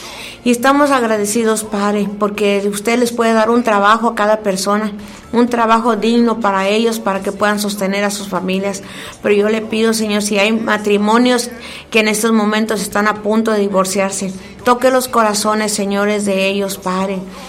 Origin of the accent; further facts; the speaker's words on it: Ciudad Valles, San Luis Potosí, Mexico; moved away; Pero yo soy de aquí, hermanos, no crean que yo no soy de fuera. Yo soy de aquí, de Ciudad Valles, 100%, pero me salí.